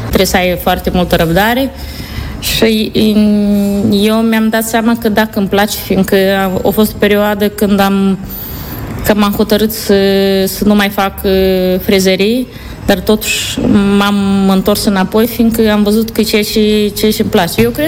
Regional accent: Moldova; moved away as an adult; now in Spain

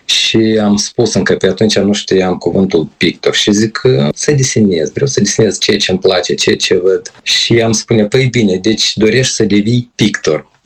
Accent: Chișinău, Moldova; moved away as an adult; also born or lived in Mereni, Anenii Noi District; now in Ireland; Da, deci eu m-am născut în Chișinău, chiar în capitală.

